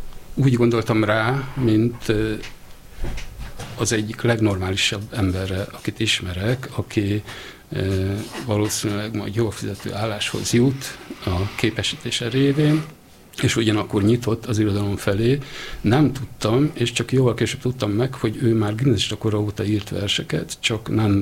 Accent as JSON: {"language": "Hungarian", "region": "Budapest", "country": "Hungary", "also_born_or_lived": "Miskolc", "said": "én budapestiként Miskolcra mentem tanulni 1990-ben, ott éltem 7 éven keresztül, és utána visszaköltöztem Budapestre."}